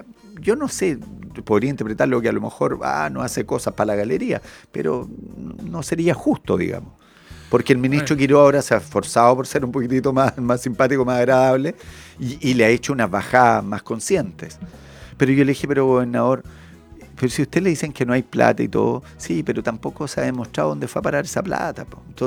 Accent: Talcahuano, Biobío, Chile; Sí, yo soy de Talcahuano, pues, mi querido.

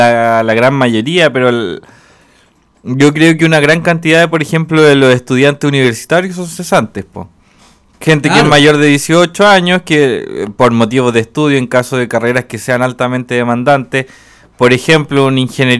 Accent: Chile; ¿cómo no vamos a poder reformar las cosas que realmente nos afectan como chilenos, pues?

